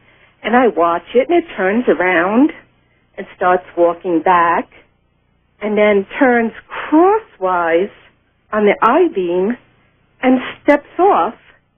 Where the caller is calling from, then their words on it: Las Cruces, New Mexico, United States; I'm from Las Cruces, New Mexico.